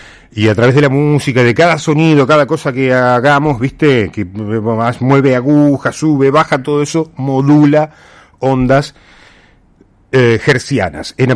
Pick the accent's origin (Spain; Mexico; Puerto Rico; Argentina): Argentina; porque ante todo somos argentinos y ya éramos argentinos hasta incluso antes del inicio del mundial.